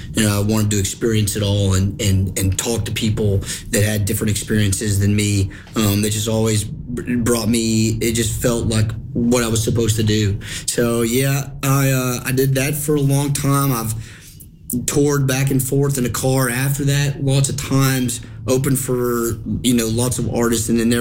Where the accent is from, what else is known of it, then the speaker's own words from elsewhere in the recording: Morristown, Tennessee, United States; I grew up in Morristown, Tennessee.